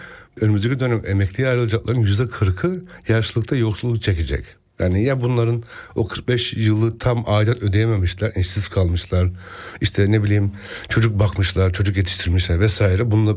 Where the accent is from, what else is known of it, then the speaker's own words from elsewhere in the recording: Germany; ben burada meslek eğitimi yaptım, burada yetiştim.